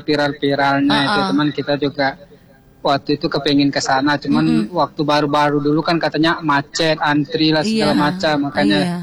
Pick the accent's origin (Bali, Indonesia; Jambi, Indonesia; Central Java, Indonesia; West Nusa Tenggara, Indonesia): Jambi, Indonesia; born there; kita kelahiran Tanjab Timur nih